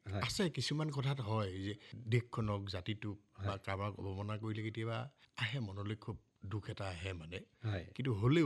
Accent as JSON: {"language": "Assamese", "town": "Henchua", "region": "Assam", "country": "India", "tie": "born or raised there", "said": "কিন্তু আমাৰ এই ঘৰখনেই হেনচুৱাই মোৰ শৈশৱৰ। আমাৰ তাতেই পৰিয়ালৰ প্ৰায়খিনি মানুহে তাতেই জন্ম হওঁ যদি নাথাকক, সেইকাৰণে হেনচুৱাখন মোৰ একেবাৰে জন্মস্থান আৰু।"}